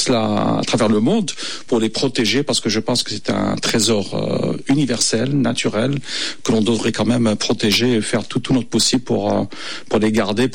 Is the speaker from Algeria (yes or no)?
yes; Algeria; moved away as an adult; also born or lived in England / United States; Donc, j'ai fait toutes mes études en Algérie. Je suis algérien.